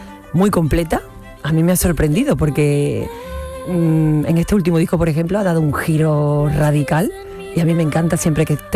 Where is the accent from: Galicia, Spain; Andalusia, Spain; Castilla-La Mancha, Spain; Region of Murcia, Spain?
Andalusia, Spain; Seville; accent: Sevillian seseo, Andalusian; Yo, bueno, soy de Sevilla y tengo un seseo propio nuestro de aquí, de los sevillanos.